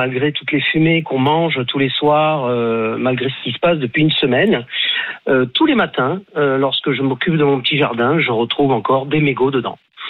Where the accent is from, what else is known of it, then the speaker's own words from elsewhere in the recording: Occitanie, France; Personnellement, je suis de l'Aude, donc j'ai aussi vécu ça l'année dernière dans les Corbières.